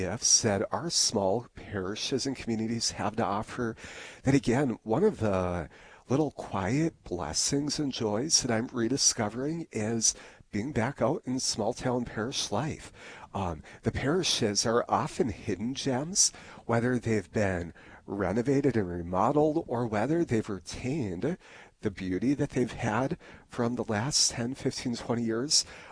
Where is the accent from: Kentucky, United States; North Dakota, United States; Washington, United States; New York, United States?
North Dakota, United States; Harvey; I grew up in Harvey, North Dakota. My mother and stepfather live north of Animus.